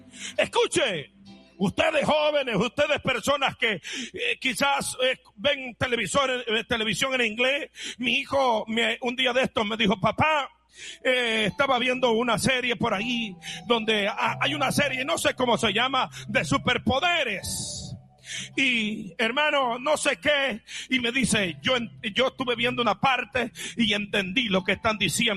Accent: El Salvador; moved away; allá en mi país, El Salvador

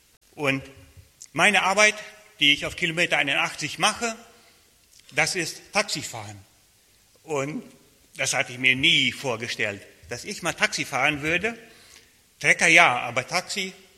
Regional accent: Germany; moved away as an adult; und ja, wir kommen aus Deutschland, wie schon gesagt

